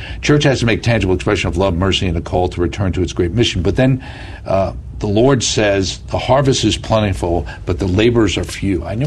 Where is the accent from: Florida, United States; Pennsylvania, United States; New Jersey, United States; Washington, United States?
New Jersey, United States; in my home state of New Jersey